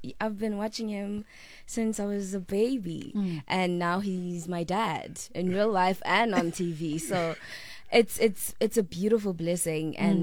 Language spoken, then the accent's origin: English; Margate, KwaZulu-Natal, South Africa; now in Pinetown, South Africa; Originally I am from Etogote, which is in Margate, South Coast. But me and my mom and my dad live, and my siblings live in Pinetown.